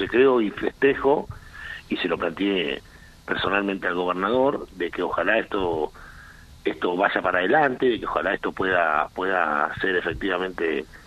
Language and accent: Spanish; Puerto Madryn, Chubut, Argentina; yo soy muy de Puerto Madryn